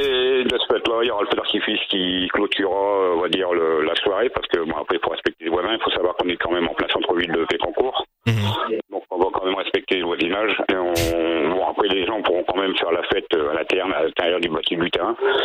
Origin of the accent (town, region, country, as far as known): Hauts-de-France, France